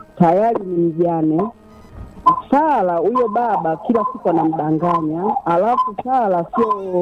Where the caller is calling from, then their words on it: Iringa, Tanzania; natokea Mkwawa.